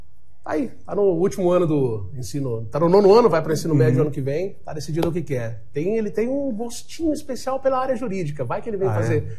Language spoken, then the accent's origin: Portuguese; Assis, São Paulo, Brazil; also born or lived in Maringá; Sou assisense, nasci em Assis, 1975. Ó, 51 anos.